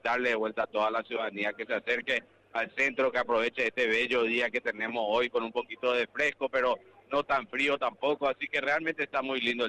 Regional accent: Paraguay

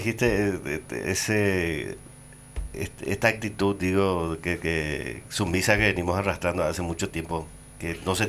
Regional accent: Paraguay; nos duele como paraguayos

